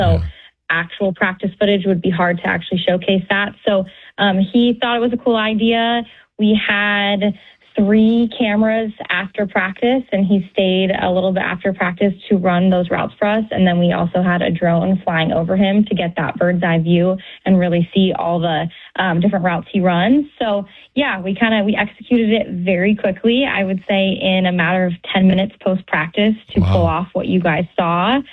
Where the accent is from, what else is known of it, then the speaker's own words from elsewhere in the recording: Green Bay, Wisconsin, United States; I'm from Green Bay, Wisconsin, as well as John.